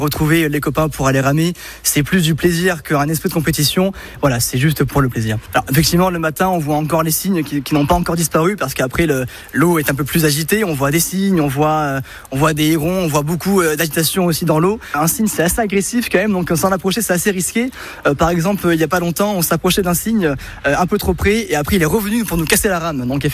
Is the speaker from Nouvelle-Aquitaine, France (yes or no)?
yes; Castillon-la-Bataille, Nouvelle-Aquitaine, France; j'ai 21 ans, je suis de Castillon-la-Bataille. C'est de venir retrouver mon club d'aviron d'enfance et de venir ramer avec eux sur la Dordogne.